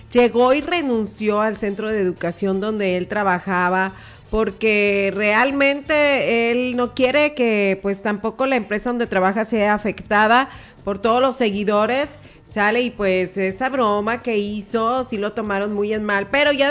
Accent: Mexico; como todos mexicanos, nosotros no somos egoístas

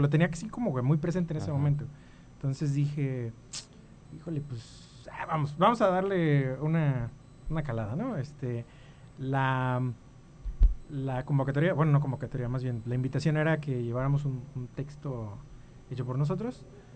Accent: Aquiles Cerdán, Jalisco, Mexico; un ranchito que se llama Aquiles Cerdán, que está para

